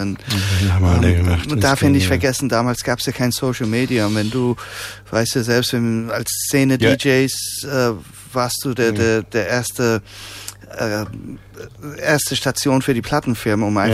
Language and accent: German; Liederbach, Hesse, Germany; also born or lived in Eppstein; Aufgewachsen in Liederbach, aber schon Taunus die Ecke, später Eppstein. Ich glaube, bis ich volljährig wurde, bin ich auch so, ich glaube, so circa 15 Mal umgezogen.